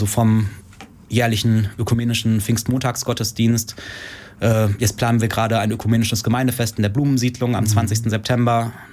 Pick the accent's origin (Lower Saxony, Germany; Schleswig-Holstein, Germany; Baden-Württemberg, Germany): Lower Saxony, Germany; Nordhorn; born there; Meine Eltern kommen beide aus Hessen. Ich bin aber hier in Nordhorn geboren. Die sind kurz zuvor hierher gezogen, Mitte der 80er.